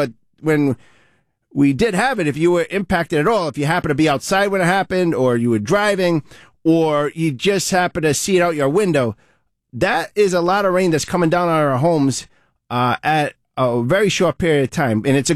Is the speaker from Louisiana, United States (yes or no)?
no; Providence, Rhode Island, United States; now in East Providence, United States; I grew up in one in Providence too. I grew up in the Honorable section of Providence in a home that was quite old